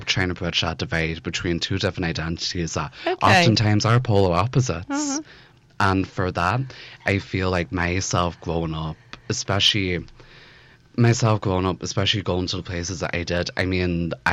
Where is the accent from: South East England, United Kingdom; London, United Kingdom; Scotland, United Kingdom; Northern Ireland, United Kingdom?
Northern Ireland, United Kingdom; Belfast; born or raised there